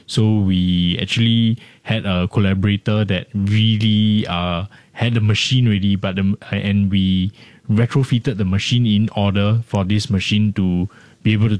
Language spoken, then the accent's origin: English; Singapore; being Singaporean and being very pragmatic